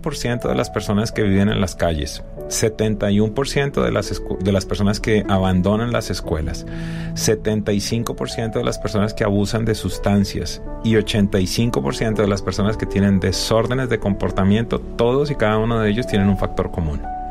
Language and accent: Spanish; Colombia; moved away; Viajo a Colombia hace 2 semanas. Allí hago la referencia y me encuentro que mi país de origen